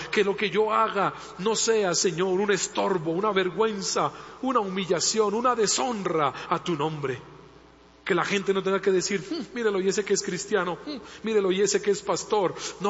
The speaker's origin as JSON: {"language": "Spanish", "country": "Colombia", "said": "que en mi tierra, que en Colombia y en las naciones de la tierra, su nombre sea santificado."}